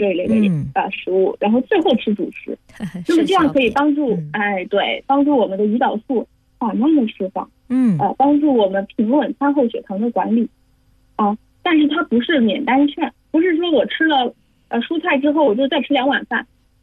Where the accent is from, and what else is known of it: China